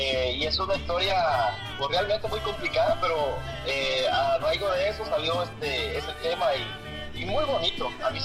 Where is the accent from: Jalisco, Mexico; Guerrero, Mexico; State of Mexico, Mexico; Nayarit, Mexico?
Nayarit, Mexico; born there; nació en 1974. En el estado de Nayarit, México, cerquita de Puerto Vallarta. Somos costeños.